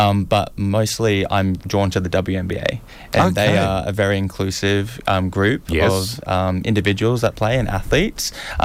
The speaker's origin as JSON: {"language": "English", "town": "Ipswich", "region": "Queensland", "country": "Australia", "tie": "born or raised there", "said": "I grew up in Ipswich"}